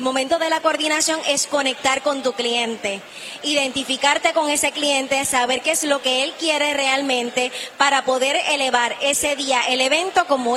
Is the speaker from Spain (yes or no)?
no; Moca, Puerto Rico; yo soy del pueblo de Moca.